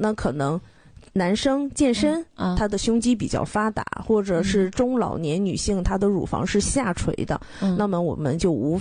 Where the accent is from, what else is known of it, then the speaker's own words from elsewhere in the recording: Dalian, Liaoning, China; 就咱们大连话叫心口窝了。